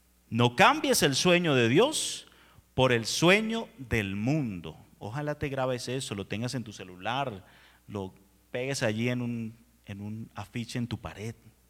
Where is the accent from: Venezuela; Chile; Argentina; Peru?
Venezuela; moved away as an adult; now in Colombia; yo soy venezolano, resumen para los que no me conocían, cuando llegué a Colombia hace 8 años, yo, ¿qué hago en este país? ¿Para qué llegué a este país? Yo no quiero estar aquí, yo quiero estar en mi país aún así de mal como está.